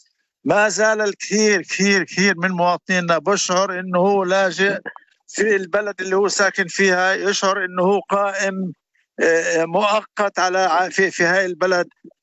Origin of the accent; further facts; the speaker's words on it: Israel; كمجتمع عربي بأكمله من النقب للجليل